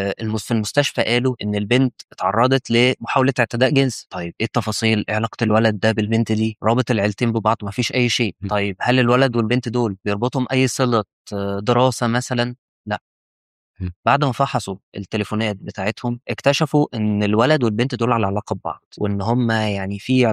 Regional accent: Egypt; بطبيعتنا كمصريين

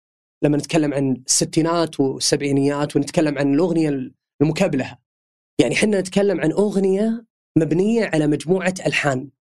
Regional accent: Saudi Arabia; تشبهنا حنا كسعوديين.

